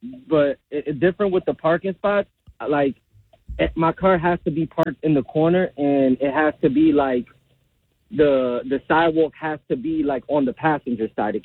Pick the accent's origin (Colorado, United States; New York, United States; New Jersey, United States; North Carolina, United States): New York, United States; now in Hamilton; I grew up in New York